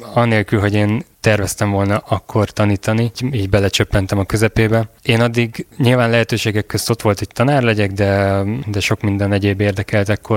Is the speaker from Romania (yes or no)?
yes; Transylvania, Romania; Ez egy kisvárosnak egy kis iskolája, Székelykeresztúron, ráadásul Erdélyből származom.